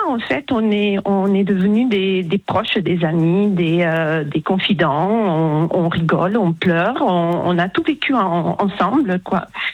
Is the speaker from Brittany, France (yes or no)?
no; Toulouse, Occitanie, France; Alors, je suis de Toulouse, au soleil.